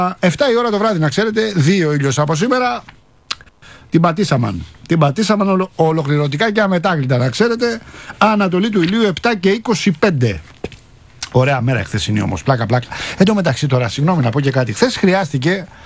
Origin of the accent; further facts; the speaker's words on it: Rafina, Attica, Greece; στη Ραφίνα την πατρίδα μου.